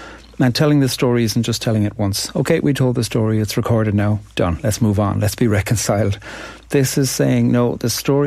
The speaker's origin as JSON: {"language": "English", "country": "Ireland", "said": "I'm from Ireland, and I'm a poet."}